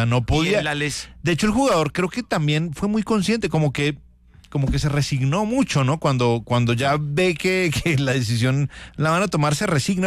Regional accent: Bogotá, Colombia; Yo que soy bogotano, sí que tiene que mejorar esta ciudad tantas cosas.

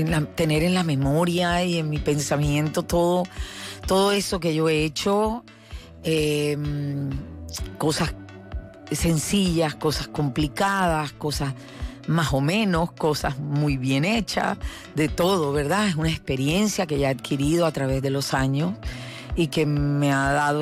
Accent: Barranquilla, Atlántico, Colombia; Soy barranquillera, soy caribeña.

